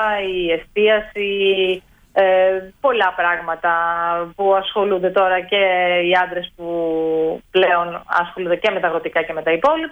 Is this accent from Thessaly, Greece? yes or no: yes; Pinakates, Thessaly, Greece; moved away as an adult; now in Milies, Greece; Εγώ είμαι μόνιμη κάτοικος. Εγώ είμαι ερωτική μετανάστη στις μηλιές. Η καταγωγή μου είναι από τις Πινακάτες